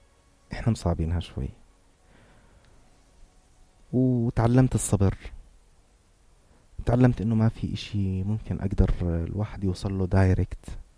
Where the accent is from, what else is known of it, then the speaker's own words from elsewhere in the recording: Jordan; أنا شاب أردني